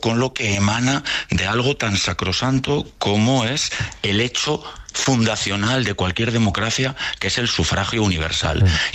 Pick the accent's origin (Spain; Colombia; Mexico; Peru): Spain